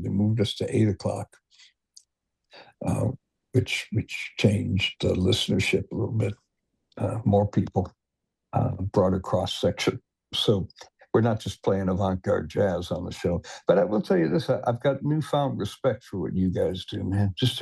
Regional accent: Detroit, Michigan, United States; born or raised there

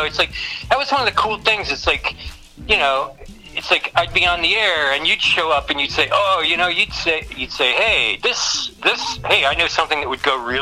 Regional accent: Ohio, United States; I grew up in Ohio, right? So for me, okay. Just think about Ohio in the 70s.

